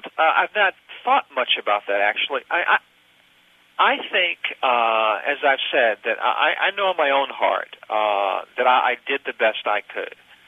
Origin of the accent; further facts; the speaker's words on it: the South, United States; I'm a Southerner, and New Yorkers, rightly or wrongly, have this reputation of being sort of these cold, rude people